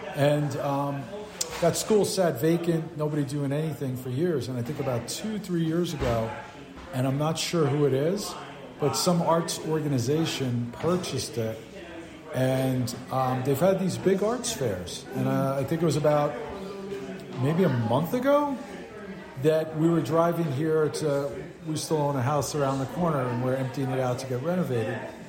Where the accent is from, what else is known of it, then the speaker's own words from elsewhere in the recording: New York City, New York, United States; moved away as an adult; now in Philmont, United States; when we moved up here, Philmont, I'm from the Bronx, so I'm used to people like not wanting to live where I live